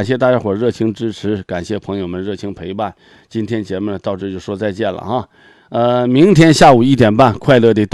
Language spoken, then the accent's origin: Chinese; Heilongjiang, China; 北大湖翁多好的地方，我小时候就在那成长起来，但是那是泛指，北大湖翁真正的北大湖翁我还没去过呢。